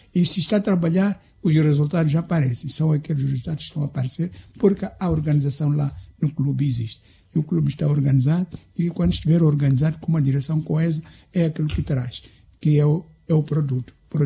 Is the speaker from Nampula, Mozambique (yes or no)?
yes; Nampula, Mozambique; estamos a falar como nampulense, como da província de Nampula